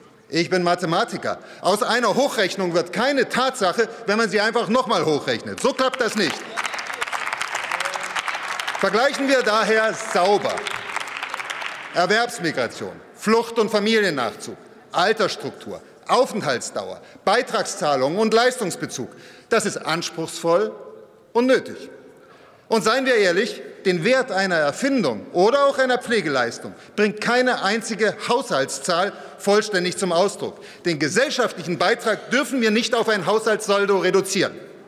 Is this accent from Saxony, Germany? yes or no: yes; Dresden, Saxony, Germany; ich komme aus Dresden